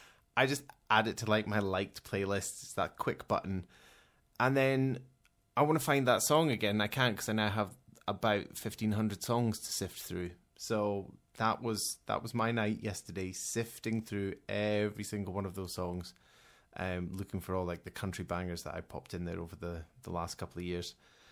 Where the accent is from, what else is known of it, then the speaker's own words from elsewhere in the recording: Scotland, United Kingdom; being Scottish